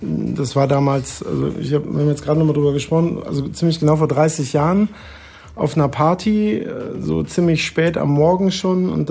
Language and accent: German; Münster, North Rhine-Westphalia, Germany; moved away; also born or lived in Mannheim; ich komme ja aus Münster